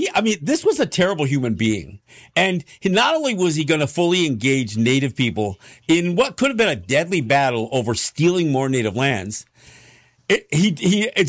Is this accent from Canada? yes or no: yes; Kahnawake, Quebec, Canada; my hometown of Gunawage.